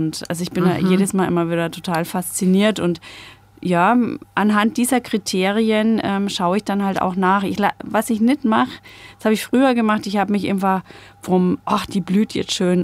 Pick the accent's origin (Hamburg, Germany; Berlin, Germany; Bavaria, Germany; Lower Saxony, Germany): Bavaria, Germany; ich könnte auch rot-weiß sagen, ne? Dann sind meine Franken.